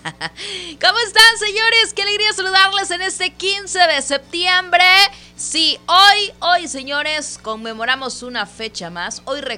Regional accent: Mexico; somos mexicanos

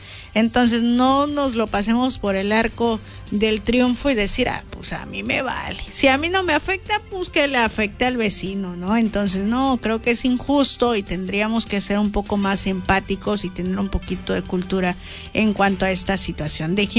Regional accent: Mexico; como buenos mexicanos nos conocemos y sabemos cómo somos

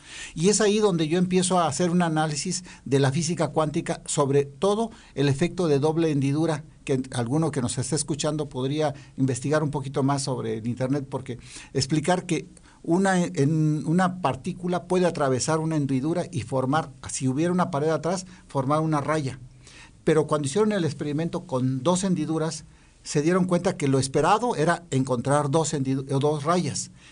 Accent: Comitán, Chiapas, Mexico; ahí en mi pueblo, en Comitán, yo soy de Comitán

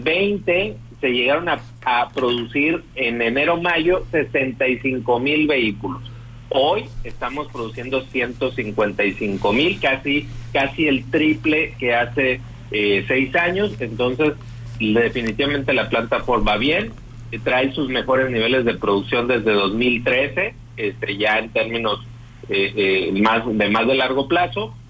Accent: Hermosillo, Sonora, Mexico

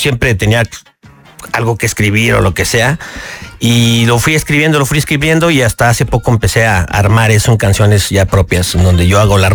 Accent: Mexico City, Mexico; Yo soy de la Ciudad de México.

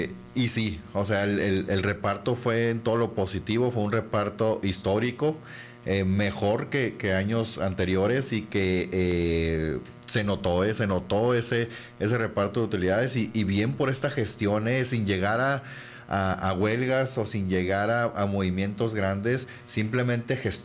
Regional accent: Cananea, Sonora, Mexico; y los que somos de Cananea sabemos que todos los años eran utilidades buenas.

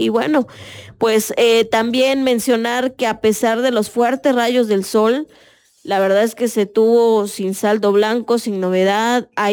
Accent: Mexico

